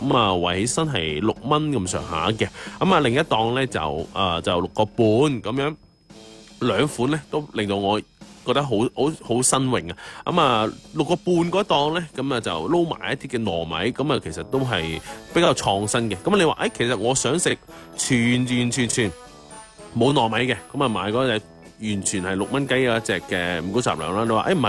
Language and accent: Cantonese; Xinhui, Guangdong, China; 我哋广东人或者系我哋新会人